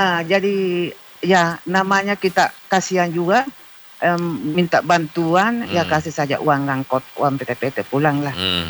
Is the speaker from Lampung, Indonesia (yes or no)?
no; South Sulawesi, Indonesia; Kita ini Bugis Makassar memang harus lebih dalam itu ilmu sirik mapace.